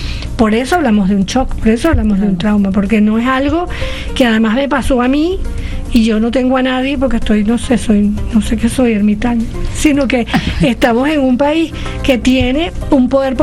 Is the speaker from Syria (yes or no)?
no; Venezuela; todos somos parte del Estado